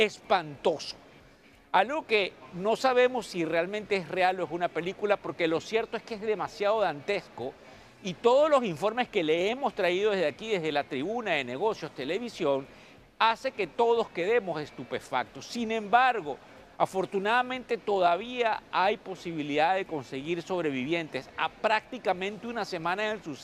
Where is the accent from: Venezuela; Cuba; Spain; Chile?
Venezuela; Yo personalmente como venezolano